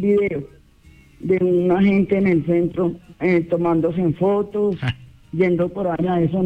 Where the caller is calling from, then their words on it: Pereira, Risaralda, Colombia; vivo en Alfonso López.